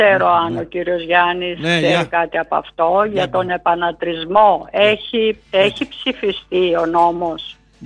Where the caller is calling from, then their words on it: Germany; είμαι από Γερμανία.